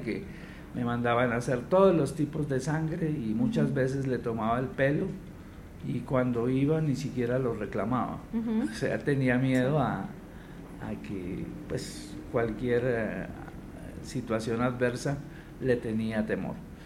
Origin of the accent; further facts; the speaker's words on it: Pasto, Nariño, Colombia; accent: pastuso; now in Bogotá, Colombia; Yo soy pastuso